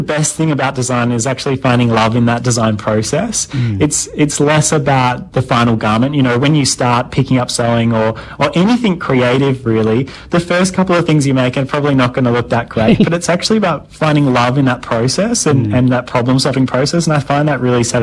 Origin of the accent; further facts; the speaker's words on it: Tasmania, Australia; growing up in Tasmania, I grew up around lots of different textile mills, and over the years I've just seen them become empty.